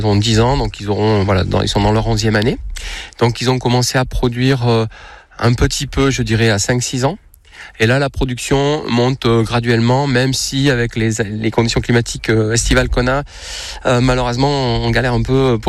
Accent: Nouvelle-Aquitaine, France; now in Nespouls, France; je suis originaire du Périgord, et mes grands-parents, mes arrière-grands-parents avaient des fermes en Périgord

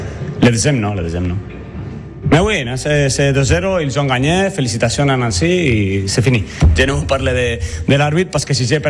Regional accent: Spain; French is a second language; moved away; parce que je suis espagnol, je ne sais pas, mais je parle français.

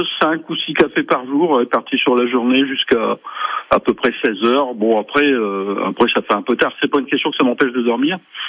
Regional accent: Hauts-de-France, France; parce que je suis originaire du Nord et de la région de la chicorée.

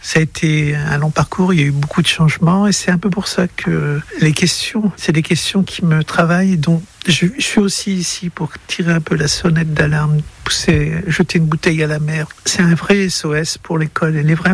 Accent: France; Surtout chez nous, en France, une grande histoire presque méconnue des Français, hélas.

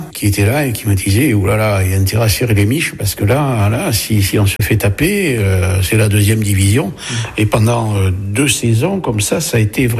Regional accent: Bordeaux, Nouvelle-Aquitaine, France; born there; now in Bègles, France; Je suis né à Bordeaux et je suis venu à Bègle.

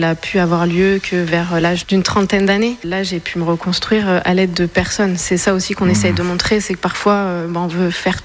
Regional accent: Fréjus, Provence-Alpes-Côte d'Azur, France; Je suis une petite varoise. Je viens de Fréjus parce que mon papa était dans la marine. Je suis restée jusqu'à 25 ans, donc j'ai fait mes études. J'y ai découvert la danse.

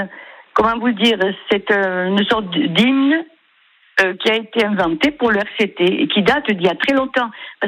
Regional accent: Occitanie, France; moved away as an adult; now in Toulon, France; Je suis originaire de l'Hérault, mais j'ai atterri à 70 parce que mon mari était marin.

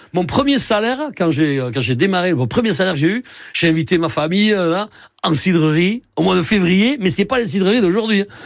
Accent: Saint-Jean-de-Luz, Nouvelle-Aquitaine, France; Saint-Jean-de-Luz parce que j'y ai grandi.

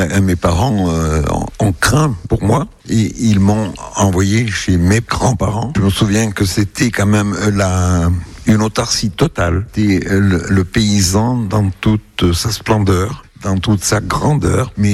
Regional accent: Nouvelle-Aquitaine, France; also born or lived in Paris region; je suis originaire du Périgord vert

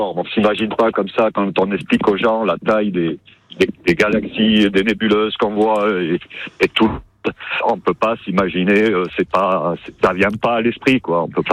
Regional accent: Bastia, Corsica, France; Alors, on est de Bastia, mais on a un site qu'on nous accorde sur le parking de Poggio d'Oletta

